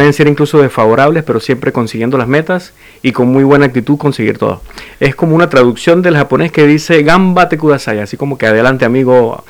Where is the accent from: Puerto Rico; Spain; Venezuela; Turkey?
Venezuela; San Cristóbal, Táchira; moved away as an adult; now in Santa Cruz, Chile; San Cristóbal, se llama San Cristóbal, sí, yeah. Una ciudad andina, de hecho.